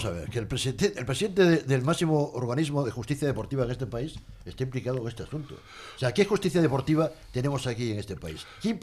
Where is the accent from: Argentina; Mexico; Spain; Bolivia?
Spain; Gijón, Asturias; yo soy de Gijón, casi lo he mamado allí en el concurso internacional de Gijón